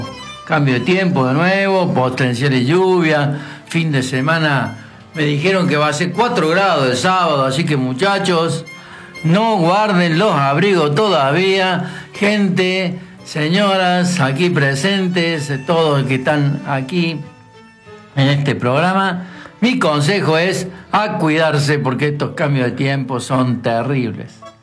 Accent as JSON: {"language": "Spanish", "country": "Argentina"}